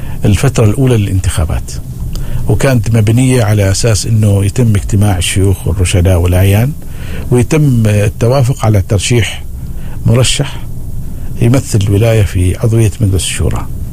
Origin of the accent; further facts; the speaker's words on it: Oman; أنا أول عماني